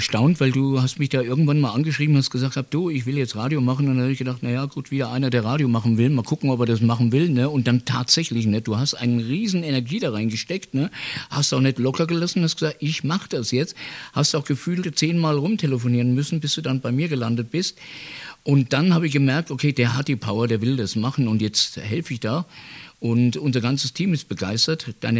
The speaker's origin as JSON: {"language": "German", "region": "Bavaria", "country": "Germany", "said": "ich komme aus der Nähe von Bayreuth"}